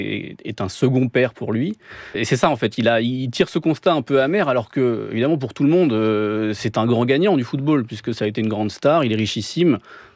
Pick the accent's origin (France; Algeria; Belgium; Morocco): France; je suis français